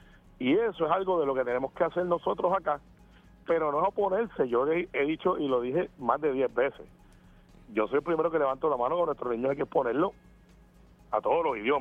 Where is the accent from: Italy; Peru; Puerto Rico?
Puerto Rico; al igual que muchos puertorriqueños, yo escogí el partido del que yo milito. Yo no nací en el PNP.